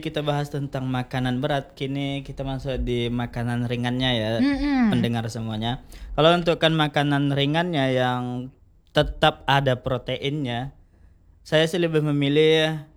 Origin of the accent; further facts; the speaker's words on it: Mempawah, West Kalimantan, Indonesia; makanan khas dari Mempawah, tempat daerah saya juga.